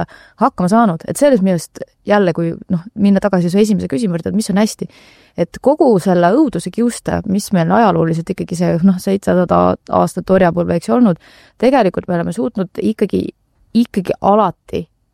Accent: Tallinn, Harju County, Estonia; mina olen täpselt nagu ütlesin, et Lasnamäel kasvasin ülesse, õppisin Tallinna Kuristiku gümnaasiumis

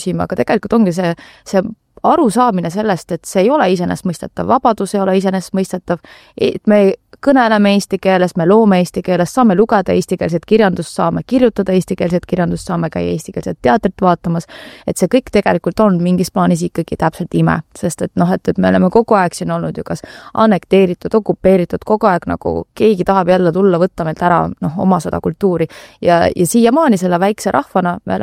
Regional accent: Tallinn, Harju County, Estonia; born or raised there

